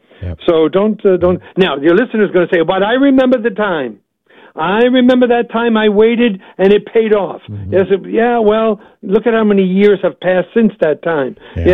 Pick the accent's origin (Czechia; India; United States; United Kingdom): United States; New York; now in Chicago, United States; I'm from New York